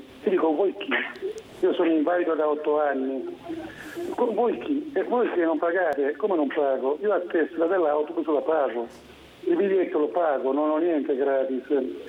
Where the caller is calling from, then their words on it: Genoa, Liguria, Italy; Siamo da Ponte Carrega.